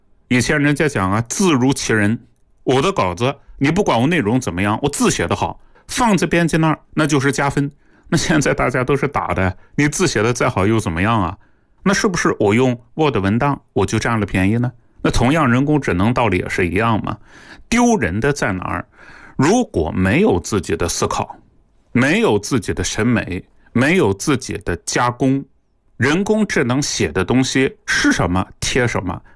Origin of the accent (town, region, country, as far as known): China